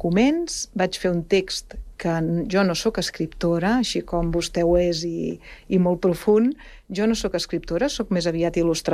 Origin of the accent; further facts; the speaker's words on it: Barcelona, Catalonia, Spain; Jo no sóc ben bé de Sant Cugat, sóc de Sants, de Barcelona, però treballo aquí a l'Escola d'Art des de fa gairebé 30 anys.